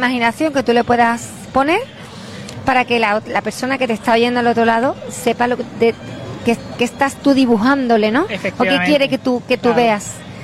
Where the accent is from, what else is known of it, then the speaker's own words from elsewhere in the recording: La Línea de la Concepción, Andalusia, Spain; El orgullo de ser linense.